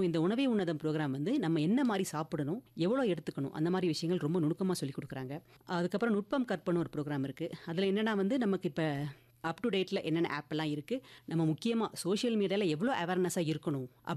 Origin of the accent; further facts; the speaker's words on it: Chennai, Tamil Nadu, India; நான் வந்து பிறந்து வளர்ந்ததெல்லாம் சென்னையில்.